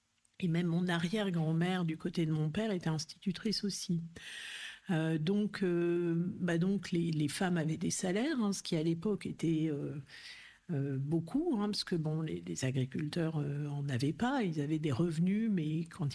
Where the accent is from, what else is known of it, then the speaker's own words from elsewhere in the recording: Clermont-Ferrand, Auvergne-Rhône-Alpes, France; also born or lived in Aveyron; Alors, j'ai grandi à Clermont-Ferrand, enfin majoritairement, puisque mes parents, mon père avait été muté à Clermont.